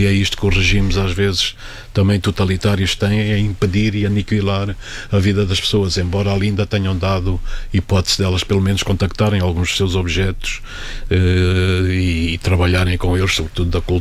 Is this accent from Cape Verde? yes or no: no; Catabola, Bié, Angola; moved away as an adult; also born or lived in Cuito, Angola / Luanda, Angola; now in Portugal; Fui à terra onde nasci, a Catabola, visitei a minha escola primária